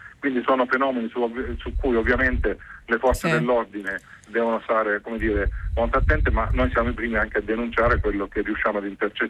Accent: Apulia, Italy; D'altra parte, io sono pugliese

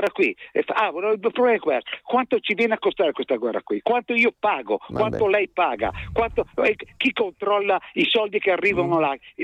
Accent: Milan, Lombardy, Italy; born there; io sono nato vicino a Via Solferino e prendevo 3 giornali, sono sempre stato comunista e sono comunista tuttora, ho 80 anni

